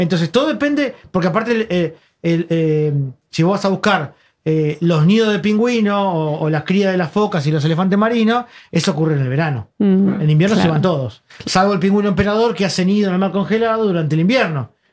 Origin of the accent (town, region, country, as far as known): Buenos Aires, Argentina